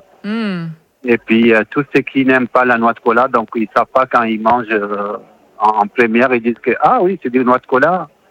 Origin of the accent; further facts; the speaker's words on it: north, Chad; moved away as an adult; also born or lived in Algeria; Donc moi, je viens du nord du Tchad, donc je fais partie d'une famille nomade sédentarisée.